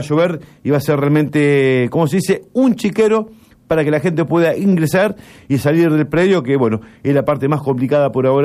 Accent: Santo Tomé, Santa Fe, Argentina; aquellos que somos de Santo Tomé, a dar toda la vuelta por el acceso norte

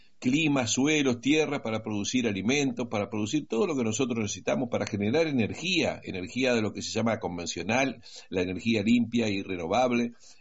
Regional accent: Argentina; somos los propios argentinos

